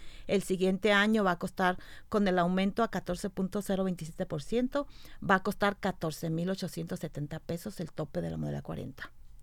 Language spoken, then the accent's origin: Spanish; Jalisco, Mexico; now in Sonora, Mexico; Yo soy de Jalisco.